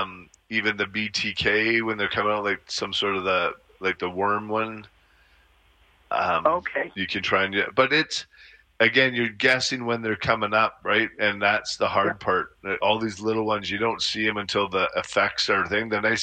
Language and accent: English; Calgary, Alberta, Canada; when I was a kid growing up in Bowness